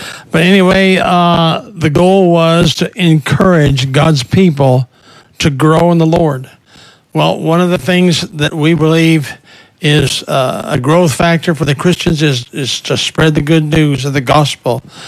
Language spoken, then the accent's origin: English; South Dakota, United States; I think about the church I was raised in South Dakota.